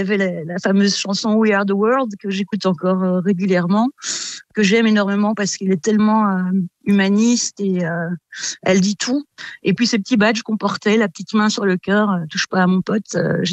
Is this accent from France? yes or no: no; Ottignies, Wallonia, Belgium; also born or lived in Brussels; Moi, j'habitais à 10 ans, j'ai déménagé de Bruxelles à Otigny, donc j'étais dans le bois des rêves.